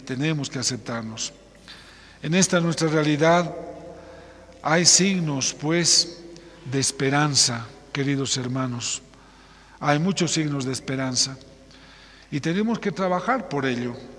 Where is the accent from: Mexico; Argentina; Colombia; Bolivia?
Bolivia